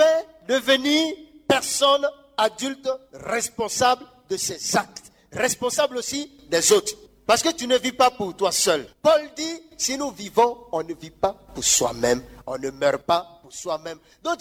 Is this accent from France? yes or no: no; Central African Republic; chez nous en Centrafrique, on appelle ça Kinda Gozo.